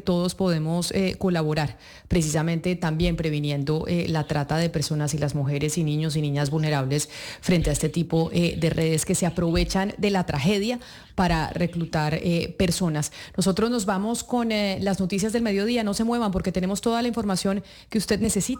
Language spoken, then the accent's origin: Spanish; Colombia; Yo como colombiana